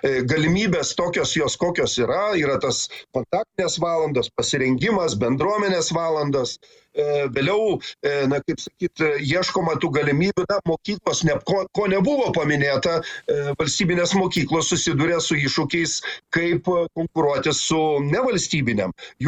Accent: Kaunas, Kaunas County, Lithuania; Ne, ne, Kaune mes, aš kaunietis

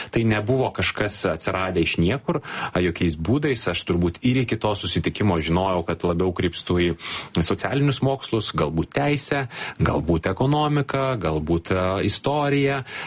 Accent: Vilnius, Vilnius County, Lithuania; born or raised there

